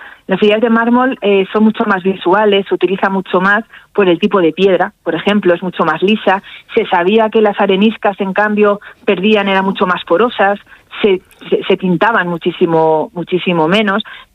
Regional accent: Salamanca, Castile and León, Spain; yo ya que soy de Salamanca voy a aprovechar.

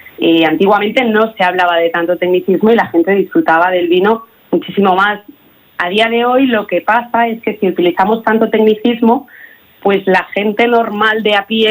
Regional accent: Salamanca, Castile and León, Spain; soy salmantina

